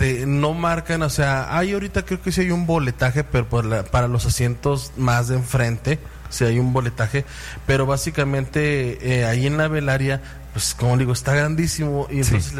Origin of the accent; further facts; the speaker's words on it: Durango, Mexico; para los que somos de aquí de Durango